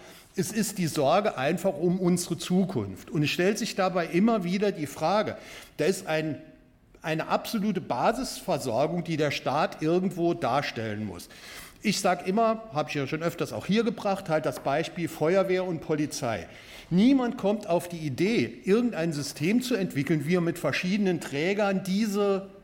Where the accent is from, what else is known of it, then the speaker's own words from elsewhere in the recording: Neunkirchen, Saarland, Germany; Ich bin ja auch einer der wenigen hier im Plenum, die aus Neuenkirchen stamme, die gebürtiger Neuenkirchener sind